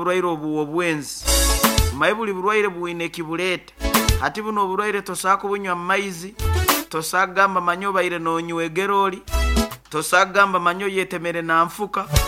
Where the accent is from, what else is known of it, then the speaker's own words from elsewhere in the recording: Rugasari, Western Region, Uganda; from Rugasari. Greetings to all people. Of Kiakawadima and my family in Rugasal.